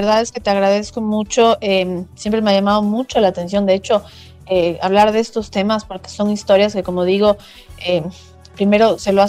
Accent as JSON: {"language": "Spanish", "country": "Ecuador"}